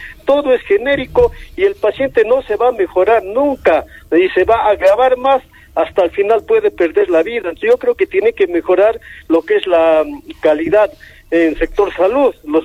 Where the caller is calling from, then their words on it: Yunguyo, Puno, Peru; estoy llamando desde la ciudad fronteriza de Yunguyo, de la región Puno.